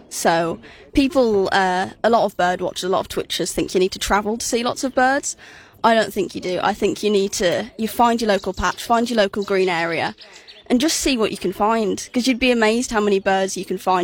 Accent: West Midlands, United Kingdom; growing up around the West Midlands, you got the canals everywhere

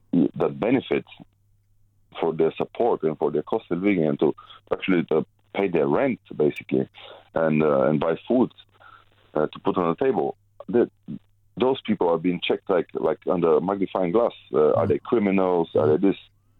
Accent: Bulgaria; because I'm from Bulgaria

